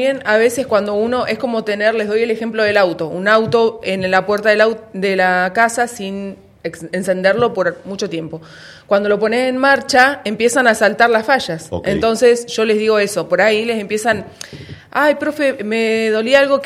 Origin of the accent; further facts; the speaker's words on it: Neuquén, Argentina; now in Plottier, Argentina; soy de Neuquén, estoy viviendo en Plotier